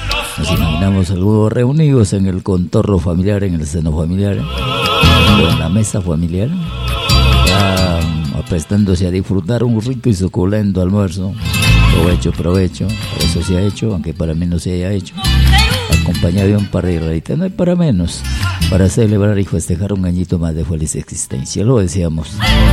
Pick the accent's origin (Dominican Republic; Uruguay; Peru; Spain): Peru; como buenos peruanos siempre orgulloso de difundir nuestra música peruana en el género criollo, porque donde late un corazón peruano está la patria